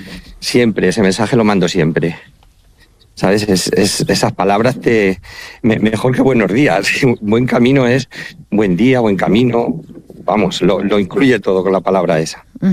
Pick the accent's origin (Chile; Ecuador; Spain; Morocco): Spain; Santa Cruz de los Cáñamos, Castilla-La Mancha; accent: Manchego; now in Albacete, Spain; Es que soy muy manchego. Yo soy de Ciudad Real, un pueblo que se llama Santa Cruz de los Cáñamos, pero vivo en Albacete.